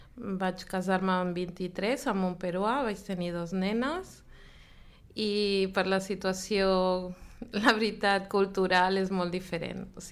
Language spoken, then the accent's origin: Catalan; Lima, Peru; moved away as an adult; now in Catalonia, Spain; jo vaig néixer al Perú, a Lima, però els meus pares són catalans que van emigrar a l'any 64.